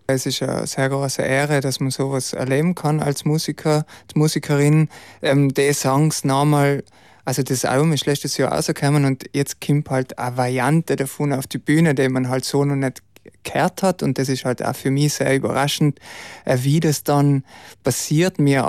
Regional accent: Brixen, Trentino-Alto Adige, Italy; Ich bin in Brixen aufgewachsen

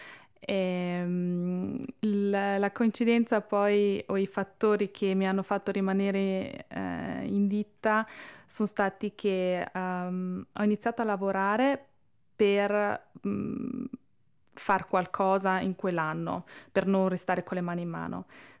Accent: Brunico, Trentino-Alto Adige, Italy; ho 25 anni, vengo da Brunico

